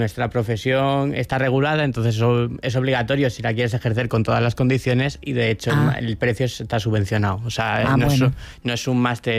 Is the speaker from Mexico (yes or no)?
no; León, Castile and León, Spain; now in Madrid, Spain; Yo soy de León, pero vivo habitualmente en Madrid y vale. Soy urbanita desde hace muchísimo tiempo.